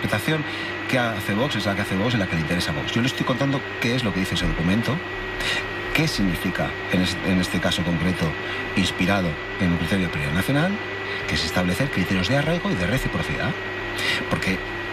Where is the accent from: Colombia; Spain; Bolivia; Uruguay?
Spain; San Sebastián, Basque Country; Independientemente de donde uno haya nacido, yo soy, por ejemplo, de Donosti.